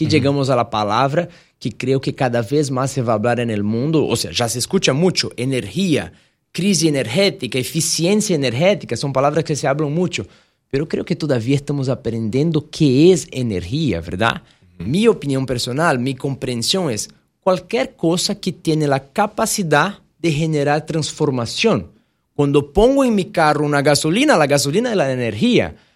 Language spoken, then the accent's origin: Spanish; São Paulo, Brazil; Spanish is a second language; moved away as an adult; also born or lived in Salvador, Bahia; now in Panama; Yo nací en Salvador de Bahía, pero crecí un poco más cerca a São Paulo, al interior de São Paulo, donde todavía vive mi familia.